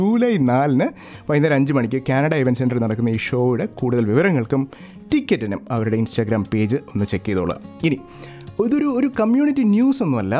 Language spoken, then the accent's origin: Malayalam; Thiruvananthapuram, Kerala, India; now in Scarborough, Canada; ഞാനൊരു ട്രിവാൻഡ്രംകാരനാണ്.